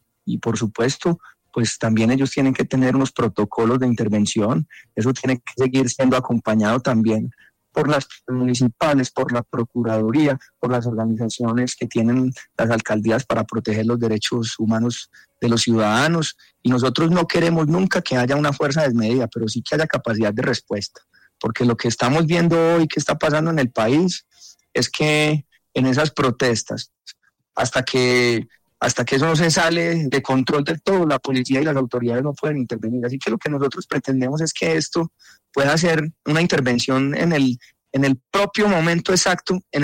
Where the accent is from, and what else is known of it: Medellín, Antioquia, Colombia